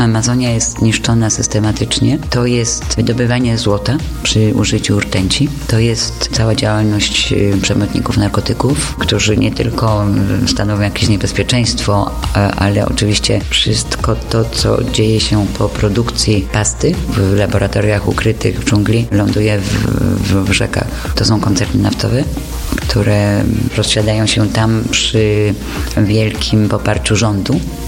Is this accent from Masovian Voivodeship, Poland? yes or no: no; Kraków, Lesser Poland, Poland; now in Peru